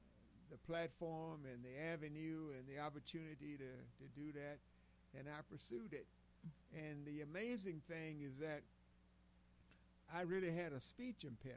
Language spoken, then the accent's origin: English; Walls, Mississippi, United States; I grew up in Walls, and I had actually two brothers and two sisters that I lived in a household with.